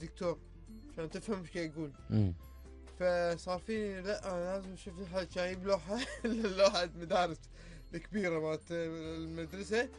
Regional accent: Kuwait; عندنا في الكويت

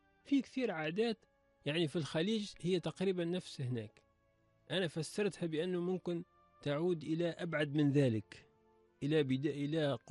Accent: southern Tunisia, Tunisia; accent: closer to Libyan; أنا مثلا من الجنوب تونس، أنا نطقي أقرب إلى ليبيا منه إلى العاصمة

